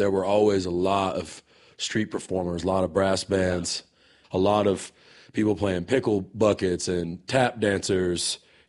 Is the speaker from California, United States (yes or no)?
no; Texas, United States; born there; also born or lived in Paris, France; I was born in Texas, but, you know, I say I came to life on the street in Paris, France, man.